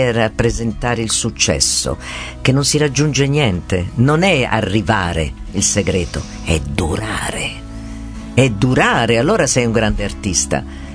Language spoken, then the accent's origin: Italian; Tuscany, Italy; A noi ci dispiace, perché siamo toscani.